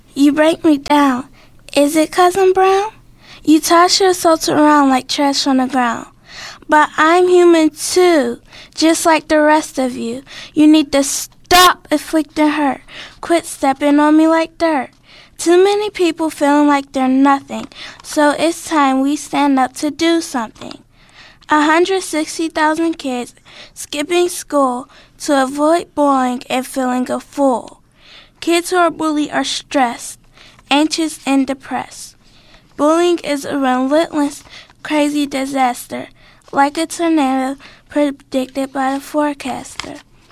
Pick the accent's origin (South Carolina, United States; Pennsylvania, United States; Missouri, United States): Pennsylvania, United States; Pittsburgh; now in Wilkinsburg, United States